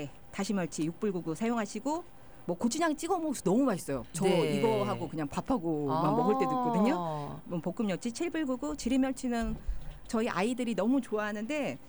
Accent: Seosan, South Chungcheong, South Korea; moved away; 제가 서산 출신이잖아요.

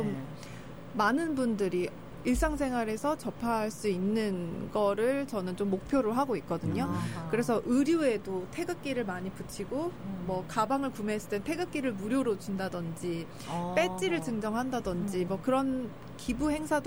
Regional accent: South Korea; moved away; also born or lived in United States; 대한민국 국민으로서

